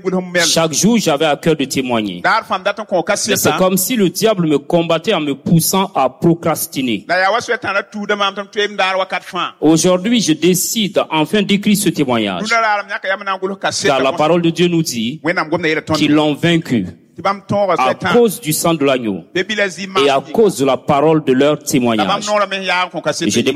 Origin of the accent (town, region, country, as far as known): DR Congo; now in Belgium